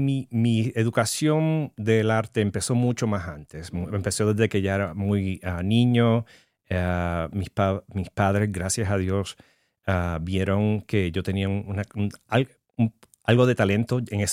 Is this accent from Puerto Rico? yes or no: yes; Puerto Rico; now in Los Angeles, United States; Soy un artista puertorriqueño que está trabajando aquí en Reno